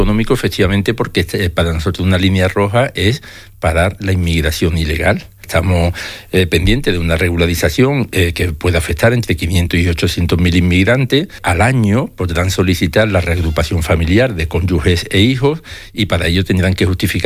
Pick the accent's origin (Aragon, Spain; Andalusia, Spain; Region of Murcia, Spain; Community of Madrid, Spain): Andalusia, Spain; Huelva; defendemos una tierra, en mi caso Huelva, que es mi patria chica, España es mi patria grande, y por supuesto Andalucía, con la que nos sentimos también igualmente vinculados.